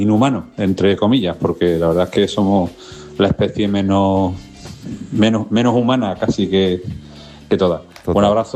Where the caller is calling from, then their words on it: Seville, Andalusia, Spain; de Sevilla.